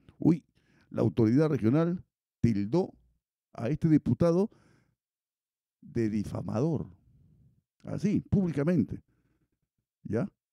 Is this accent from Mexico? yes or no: no; Íllimo, Lambayeque, Peru; Yo recuerdo a mi pueblito Íllimo